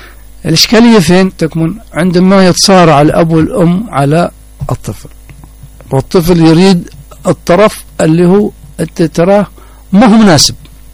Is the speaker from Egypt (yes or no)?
no; Hadramaut, Yemen; moved away as an adult; now in Dhamar, Yemen; إيش مصلحة القضاء في أن ننتقل أنا من حضرموت أو إيش مصلحة القضاء وإيش مصلحتي أنا في هذا؟